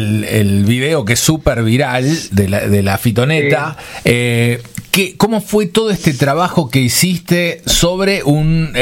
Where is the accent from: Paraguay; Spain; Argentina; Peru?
Argentina; Somos cabaleros los argentinos